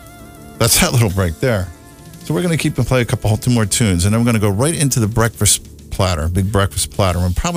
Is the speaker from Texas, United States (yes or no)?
no; Tinicum, Pennsylvania, United States; from Tinicum, here on WDVR, listener supported.